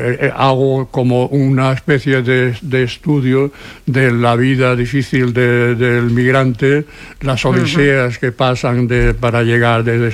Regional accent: Seville, Andalusia, Spain; now in Barcelona, Spain; cuando vinimos de Sevilla

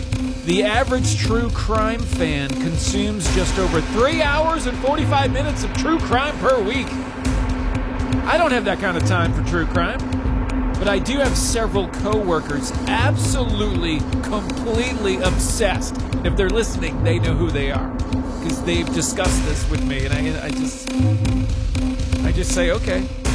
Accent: Massachusetts, United States; moved away; my home state of Massachusetts, the most obsessed state with true crime.

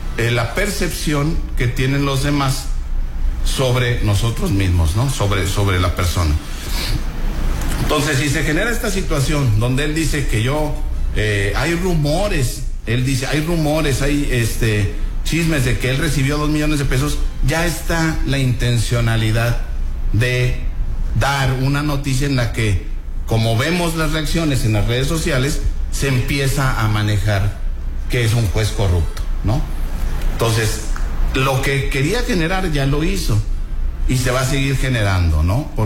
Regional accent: Coahuila, Mexico; yo soy coahuilense por nacimiento, y por residencia también

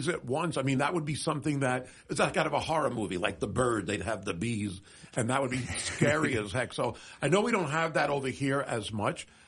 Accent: East Coast, United States; moved away; Growing up in the East Coast

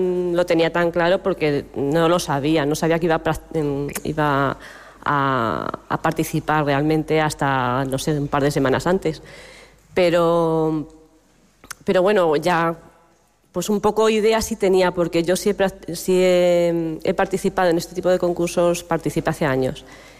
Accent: Madridejos, Castilla-La Mancha, Spain; soy de Madridejos

